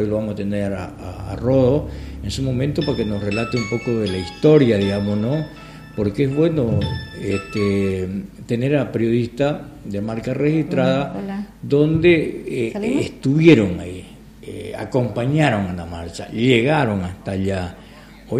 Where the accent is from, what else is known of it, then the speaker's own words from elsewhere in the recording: Bolivia; para nosotros con orgullo como bolivianos